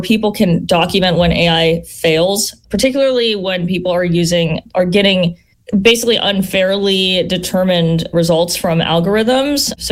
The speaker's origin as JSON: {"language": "English", "town": "Las Vegas", "region": "Nevada", "country": "United States", "said": "I'm from Las Vegas, by the way."}